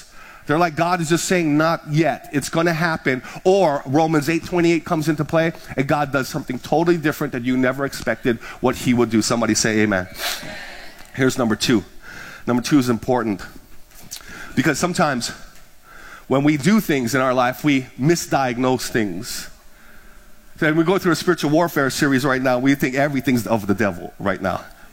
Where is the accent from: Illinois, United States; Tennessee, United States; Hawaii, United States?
Hawaii, United States; I'm from the Big Island, I've been to Mauna Kea, I know it's like 13,000, been to the summit.